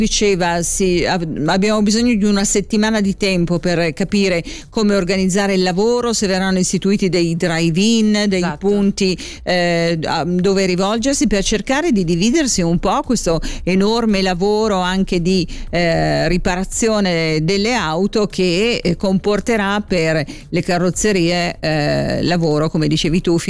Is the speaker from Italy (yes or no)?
no; Genestrerio, Ticino, Switzerland; Io sono di Genestrerio, quindi che Genestrerio la grandine è caduta visibilmente e in quantità.